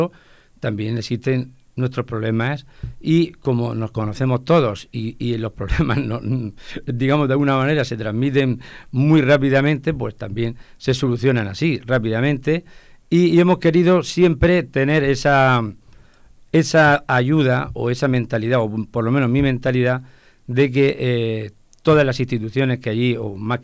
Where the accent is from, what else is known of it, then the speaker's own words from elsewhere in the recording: Molina de Segura, Region of Murcia, Spain; mi vínculo con Torre Alta es que he nacido, me he criado y vivo en Torre Alta toda mi vida. He tenido una infancia impresionante al ser de un pueblo, pues ya nacido en los años 70